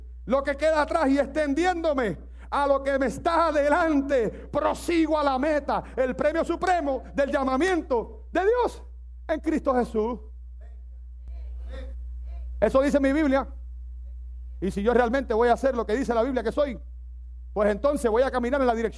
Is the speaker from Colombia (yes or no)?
no; Cuba; moved away as an adult; now in United States; yo soy cubano, viví 20 años allí.